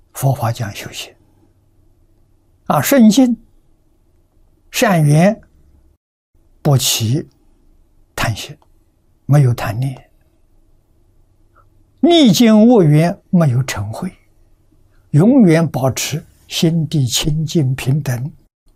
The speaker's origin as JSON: {"language": "Chinese", "town": "Tongcheng", "region": "Anhui", "country": "China", "tie": "born or raised there", "moved": "yes", "said": "我们家乡桐城派的发祥地啊，城里面丢掉比我们早，大概要早十年，我们住乡下，乡下人都非常守本分啊"}